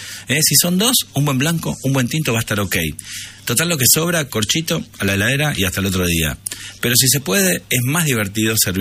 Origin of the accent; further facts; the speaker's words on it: Italy; Digo, yo soy italiano, me encanta, amo las pastas, amo todo lo italiano